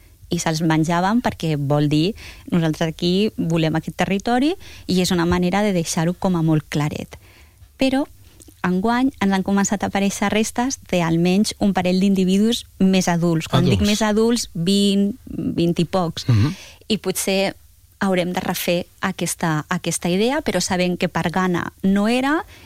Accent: Tarragona, Catalonia, Spain; Jo sóc de Tarragona, llavors, clar, això dels romans...

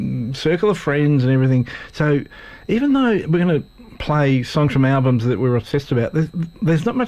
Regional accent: Tasmania, Australia; I'm from Tassie.

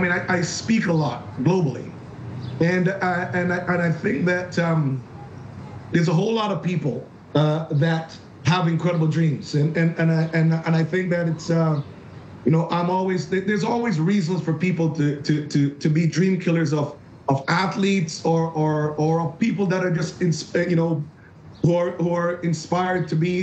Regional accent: Jamaica; born there; I think that I was born in Jamaica. And so in Jamaica, when you're in grade one, grade two, what track and field is the standard.

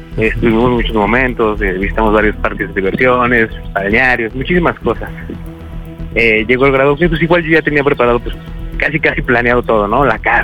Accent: Mexico City, Mexico; born or raised there; now in Misantla, Mexico

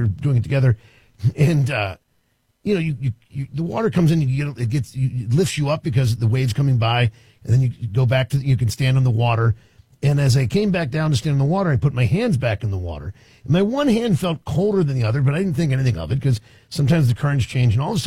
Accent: East Coast, United States; growing up on the East Coast

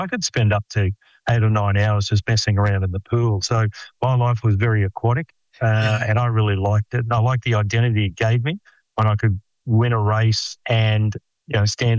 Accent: Rockhampton, Queensland, Australia; Well, I'm one of the lucky people in this country, Des, to grow up in a country town. Oh. I grew up in a country town called Rockhampton.

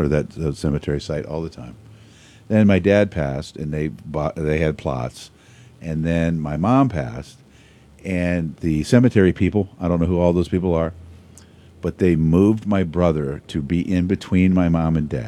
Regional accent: Pekin, Illinois, United States; I grew up in Pekin, you know.

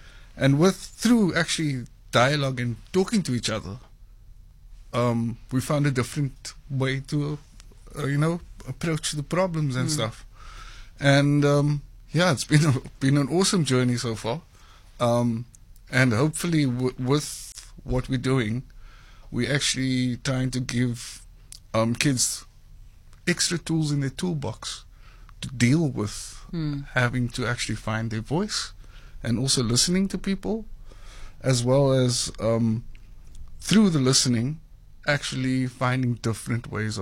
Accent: Cape Town, Western Cape, South Africa; growing up on the Cape Flats

